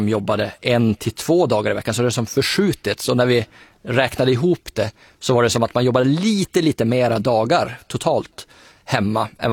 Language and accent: Swedish; Luleå, Norrbotten County, Sweden; om man tar det till exempel Luleå där jag kommer ifrån, så där är 15-20 minuter med bil så kommer man nästan överallt